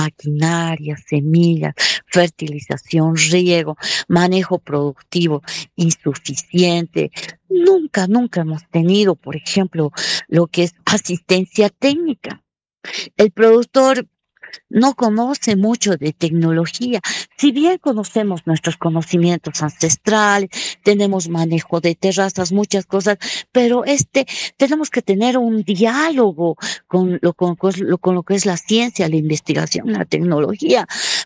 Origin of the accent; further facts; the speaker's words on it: Charazani, La Paz, Bolivia; born there; en mi pueblo, en mi comunidad, en todo lo que es el municipio de Charazani